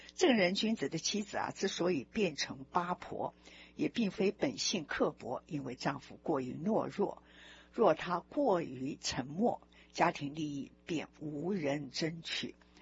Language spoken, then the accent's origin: Chinese; Taiwan; now in United States; 就像我讲，我来自台湾，我觉得如果台湾很好的话，我讲出去，我觉得我很光荣啊。